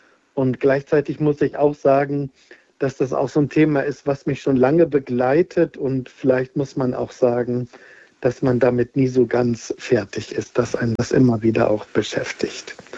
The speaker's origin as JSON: {"language": "German", "region": "Northern Germany", "country": "Germany", "moved": "as an adult", "lives_now": "Hochaltingen, Germany", "said": "also ich bin 58 Jahre alt und ich komme aus Norddeutschland und bin Priester des Bistums Osnabrück."}